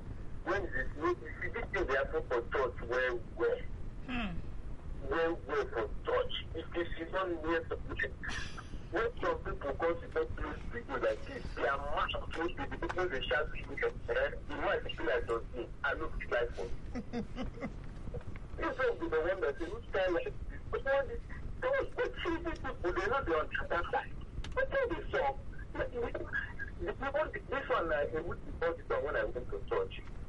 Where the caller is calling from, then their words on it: Lagos, Nigeria; I'm coming from Lekki.